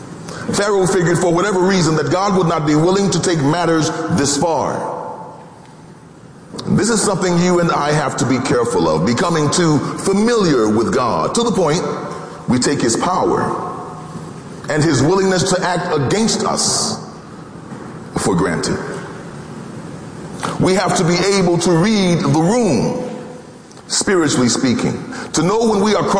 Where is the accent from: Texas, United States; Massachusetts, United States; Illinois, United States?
Illinois, United States; Chicago; I'm from Chicago, I'm used to snow